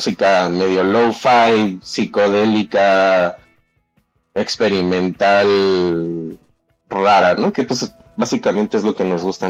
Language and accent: Spanish; Mexico; todos somos mexicanos